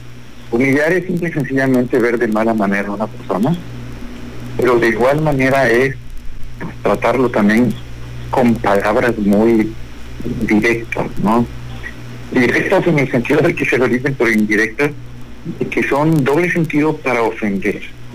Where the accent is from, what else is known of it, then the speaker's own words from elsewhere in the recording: Mexico; como mexicanos, como paisanos